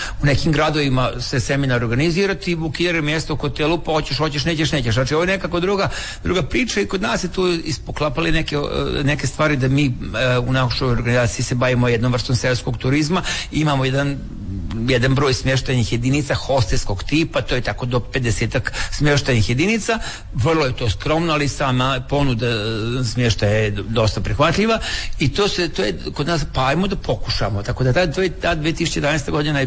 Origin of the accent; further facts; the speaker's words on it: Tavankut, Vojvodina, Serbia; ja sam iz Vojvodine, selo Tavanko kod Subotice